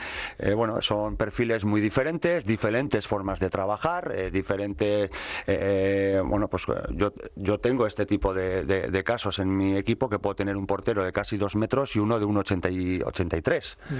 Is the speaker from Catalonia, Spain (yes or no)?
no; Irún, Basque Country, Spain; moved away; Yo soy de Irún.